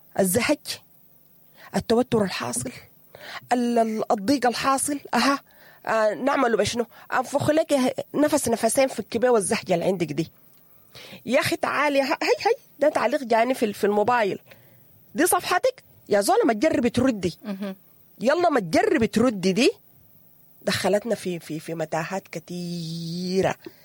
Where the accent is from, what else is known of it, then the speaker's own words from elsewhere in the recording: Sudan; المصيبة الكبيرة اللي احنا بقينا واقعين فيها نحن كمجتمع سوداني،